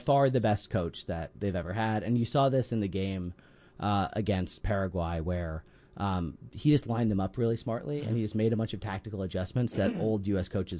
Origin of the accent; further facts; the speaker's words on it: Elmira, New York, United States; I grew up in Elmira, New York, right, which is 5 hours away.